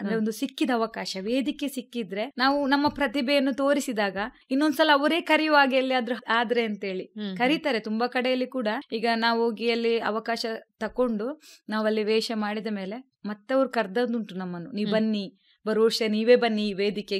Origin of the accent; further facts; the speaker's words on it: Balnad, Karnataka, India; ನಮ್ಮ ಊರಿನಲ್ಲಿ, ನಮ್ಮ ಬಲ್ನಾಡು